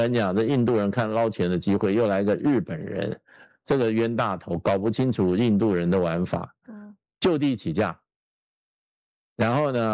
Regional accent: China

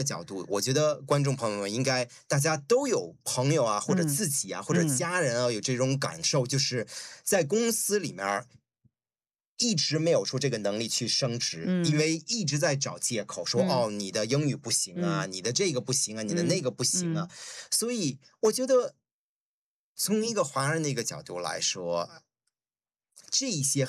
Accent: New Zealand; 尤其是像我们90年代的移民，所以这一点是不可能否认的。但是同时我们这个年代因为在这里长大

